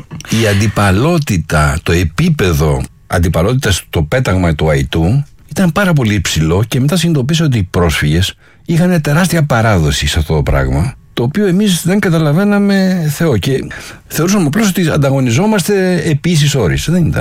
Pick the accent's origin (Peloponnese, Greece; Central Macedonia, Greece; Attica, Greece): Attica, Greece; Chalandri; Γεννήθηκα στο Χαλάνδρι. Ήμουνα από την γενιά που έζησα τη διαμόρφωση του Χαλανδρίου, δηλαδή των προαστίων γενικά, μετά τον πόλεμο.